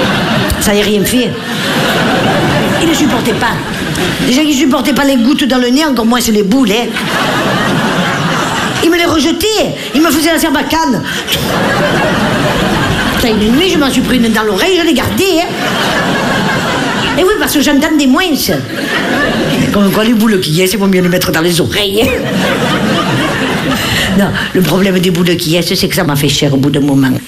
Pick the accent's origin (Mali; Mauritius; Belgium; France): France; Nice, Provence-Alpes-Côte d'Azur; Puis moi, je l'ai fait comme on l'a fait chez nous à Nice, à la pomme de terre.